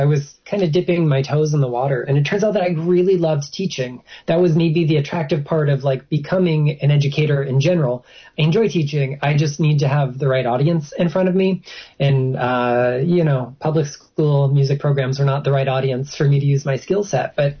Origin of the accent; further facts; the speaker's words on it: Florida, United States; You know, I'm from Southeast Florida, a little teeny tiny sleeping kind of fishing village, and there's a lot of nature to be had. So I grew up with a really great love of all things from the natural world.